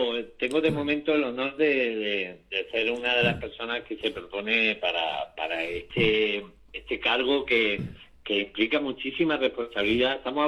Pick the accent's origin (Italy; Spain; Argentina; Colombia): Spain; Málaga, Andalusia; also born or lived in Jaén; mi tierra de origen, que es Málaga también